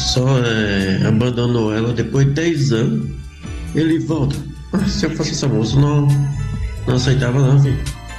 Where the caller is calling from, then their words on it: Brazil; sou da Zona Sul.